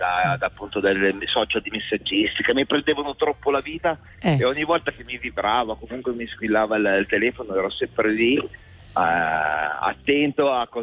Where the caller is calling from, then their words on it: Vigevano, Lombardy, Italy; Vicevano, in provincia di Pavia.